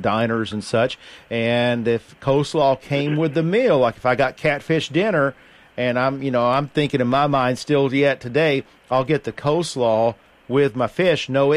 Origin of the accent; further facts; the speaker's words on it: Bell County, Kentucky, United States; here in Kentucky, where, I was born and raised down in the mountains. Down there in Bell County